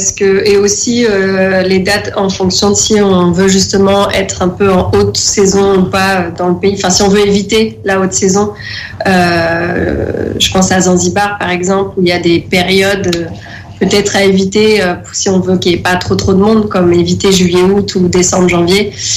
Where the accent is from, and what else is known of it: France